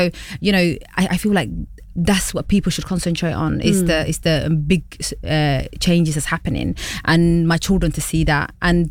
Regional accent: United Kingdom; We're British, we're mingling with everybody.

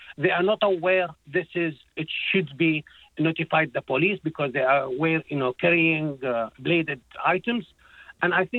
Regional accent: Iraq; moved away; Like in my culture, I come from Iraq.

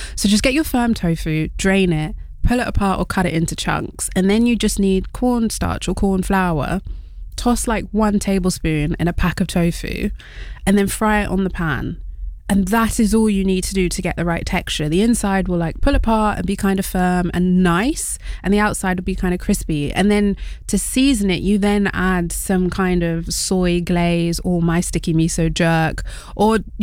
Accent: Wales, United Kingdom; My grandma's like, don't forget to mention you're Welsh. I was like, I am proudly Welsh too.

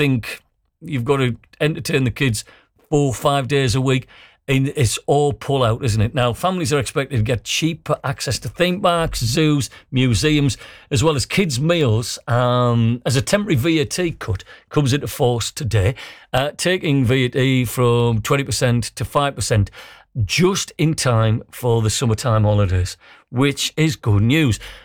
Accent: North East England, United Kingdom; I'm from County Durham, and it was always our local park

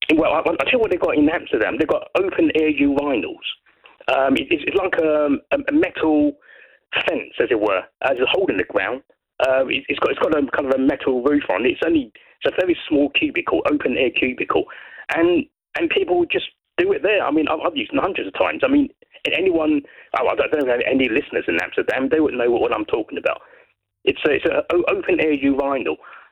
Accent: Brighton, South East England, United Kingdom; I'm from Brighton and I don't have a Sussex accent.

